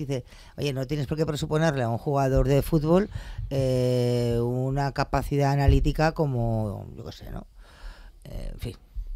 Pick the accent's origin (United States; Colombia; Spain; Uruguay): Spain; los que somos españoles